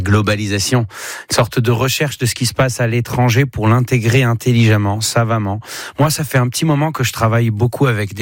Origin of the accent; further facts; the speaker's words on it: Tel Aviv, Tel Aviv District, Israel; now in France; Mais je n'ai jamais été joué dans la ville où j'ai grandi, à Tel Aviv.